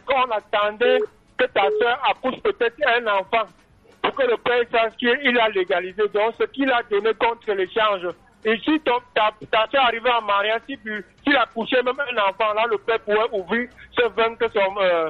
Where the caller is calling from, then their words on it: West, Cameroon; venez chez nous à l'Ouest